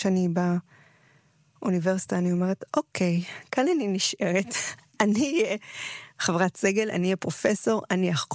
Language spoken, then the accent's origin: Hebrew; Haifa, Haifa District, Israel; born there; moved away; also born or lived in Jerusalem; גדלתי בחיפה, בקריאת ויז'ניץ. קהילה חמה מקסימה, ואז עברנו לירושלים. בהתחלה לסנדרי, אחרי זה לסורוצקין, ואני תמיד רואה את עצמי כמישהי מסורוצקין.